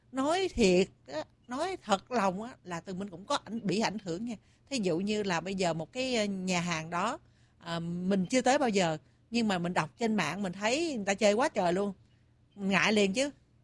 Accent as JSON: {"language": "Vietnamese", "town": "Trang Bang", "region": "Tay Ninh", "country": "Vietnam", "tie": "born or raised there", "moved": "yes", "said": "có một cái món đặc sản ở quê của … đó là bánh tráng Trảng Bàng."}